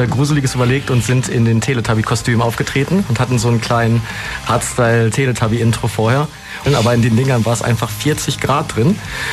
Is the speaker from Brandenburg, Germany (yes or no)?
no; North Rhine-Westphalia, Germany; Wir sind Ruhrpottler seit Geburt an.